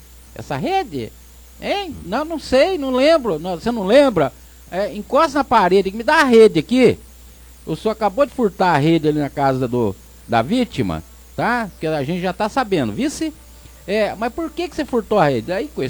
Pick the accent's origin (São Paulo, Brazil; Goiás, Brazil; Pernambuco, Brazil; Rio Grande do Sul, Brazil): São Paulo, Brazil; Pindamonhangaba; o goleiro do seu time é da minha cidade, Pina Mangaba.